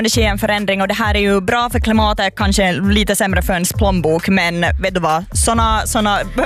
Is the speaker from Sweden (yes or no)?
no; Finland; som en finne, som vi har ju inte haft så höga temperaturer här.